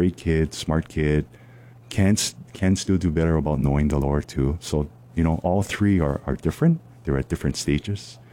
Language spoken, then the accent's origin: English; Kailua, Hawaii, United States; I had a really good friend growing up in Kailua, and, you know, he grew up Catholic like I did.